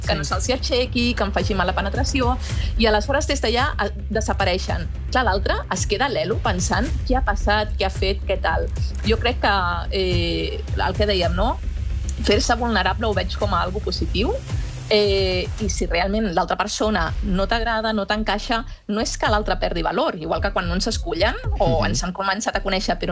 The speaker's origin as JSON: {"language": "Catalan", "region": "Catalonia", "country": "Spain", "said": "I escolta tu, que som catalans, quan ens caiem ens tornem a aixecar."}